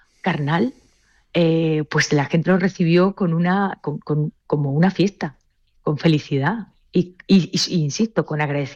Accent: Seville, Andalusia, Spain; Yo soy sevillana.

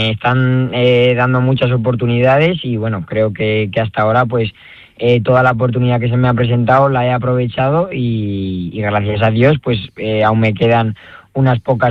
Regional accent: Aragon, Spain; el incendio de mi pueblo, de las Cinco Villas, ya está solucionado.

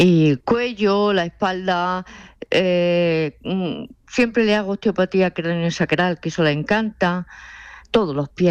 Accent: Jaén, Andalusia, Spain; Yo soy andaluza, soy de Jaén, pero ya llevo aquí muchos años. Ya hace años que estoy aquí.

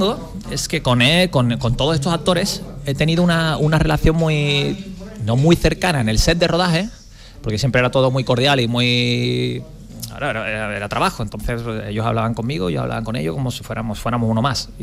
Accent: Cádiz, Andalusia, Spain; Y le dije que soy de Cádiz.

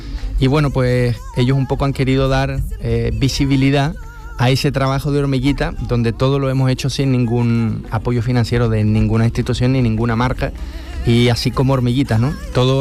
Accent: Chile; now in Spain; Para los que no sabéis, yo soy chileno.

